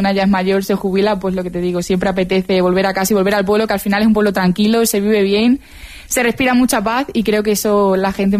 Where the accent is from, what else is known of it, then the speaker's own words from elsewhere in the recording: Pasarón de la Vera, Extremadura, Spain; si paseas por las calles de mi pueblo